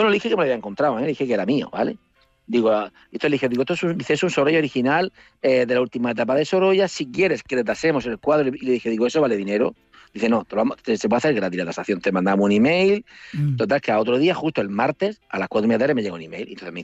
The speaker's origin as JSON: {"language": "Spanish", "town": "Murcia", "region": "Region of Murcia", "country": "Spain", "said": "Digo, mire … soy de Murcia y tal."}